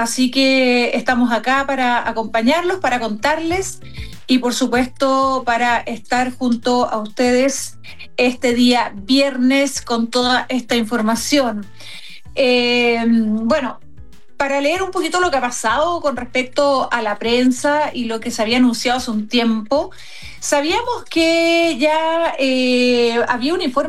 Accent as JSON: {"language": "Spanish", "town": "Osorno", "region": "Los Lagos", "country": "Chile", "said": "Soy sureña, soy de Osorno, estoy acostumbrada a la lluvia"}